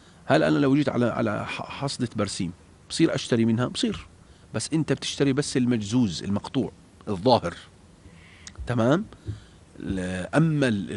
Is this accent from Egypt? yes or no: no; Jordan; عندنا في الأردن